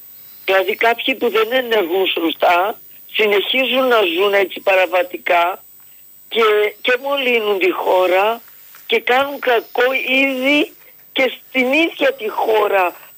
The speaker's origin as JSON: {"language": "Greek", "region": "Central Macedonia", "country": "Greece", "also_born_or_lived": "Germany", "moved": "yes", "said": "Όχι. Όλοι είμαστε από ένα χωριό. Μετά οι γονείς μου φύγανε στη Γερμανία από το 60. Μετά πήρανε και εμένα με τη μητέρα"}